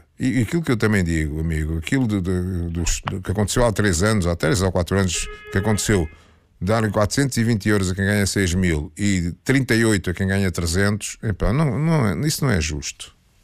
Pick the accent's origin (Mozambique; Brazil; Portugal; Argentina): Portugal